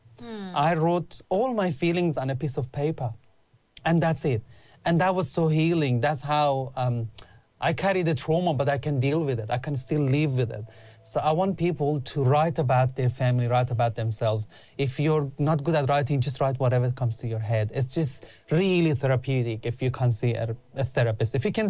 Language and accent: English; Australia; I can still eat halal food. I can still go to mosque. And I'm still Australian.